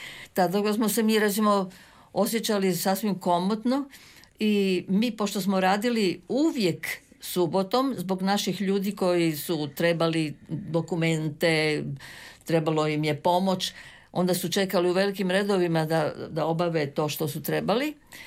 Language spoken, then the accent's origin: Croatian; Croatia